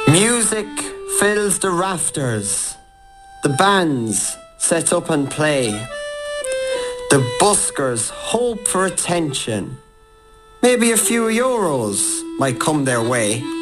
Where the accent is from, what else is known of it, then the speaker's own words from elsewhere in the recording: Kilfine, County Mayo, Ireland; and I am from Kilfine, County Mayo.